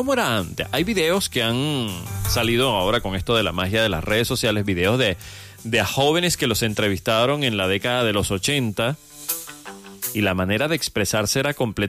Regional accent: Chile

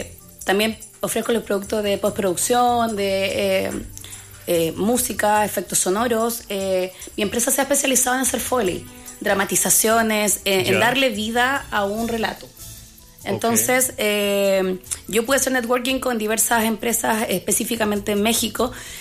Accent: Copiapó, Atacama, Chile; yo soy de Atacama, es una región chica, soy de Copiapó

